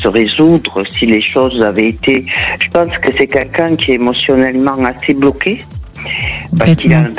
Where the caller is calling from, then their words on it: Occitanie, France; Des Pyrénées-Orientales